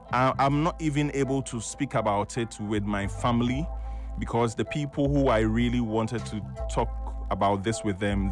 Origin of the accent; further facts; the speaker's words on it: Accra, Greater Accra, Ghana; born there; I was born in Kolebu.